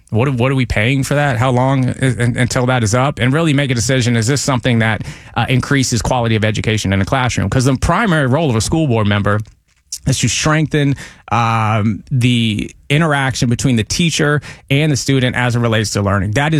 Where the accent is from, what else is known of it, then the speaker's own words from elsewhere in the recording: Pinellas County, Florida, United States; born and raised in Pinellas County